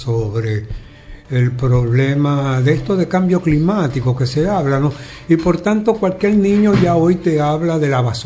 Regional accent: La Vega, Dominican Republic; Como vegano, como dominicano

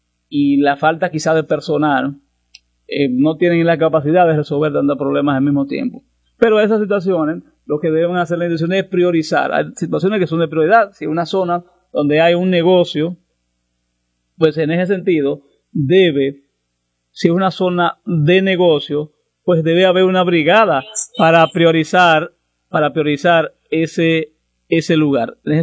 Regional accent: San Francisco de Macorís, Duarte, Dominican Republic; moved away; allá en San Francisco de Macorís, en mi pueblo amado

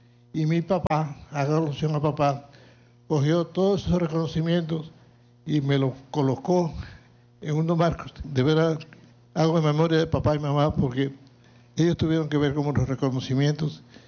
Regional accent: Dominican Republic

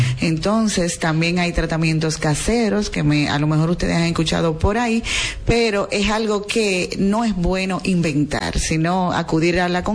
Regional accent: La Vega, Dominican Republic; ¿por qué si somos de La Vega, verdad, tener que trasladarnos a otro pueblo si la UCATESI te brinda la profesión que tú estás buscando?

